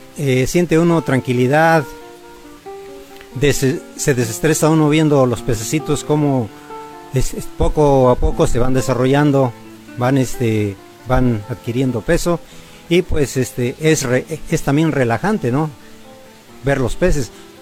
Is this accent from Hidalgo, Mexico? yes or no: yes; San Bartolo Tutotepec, Hidalgo, Mexico; Exactamente, somos originarios de aquí de San Bartolo Tototepec. Somos nacidos aquí en la colonia industrial